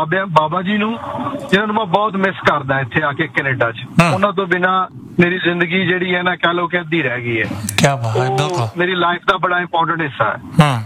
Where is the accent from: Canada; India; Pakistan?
Pakistan; Lahore, Punjab; ਮੈਂ ਪਾਕਿਸਤਾਨ ਲਾਹੌਰ ਪੰਜਾਬ ਤੋਂ ਆ।